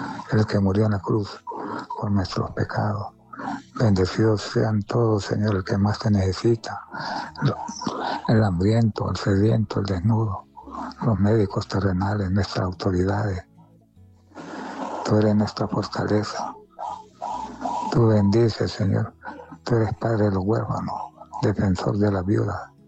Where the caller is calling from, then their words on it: Honduras; Del barrio de La Cabaña.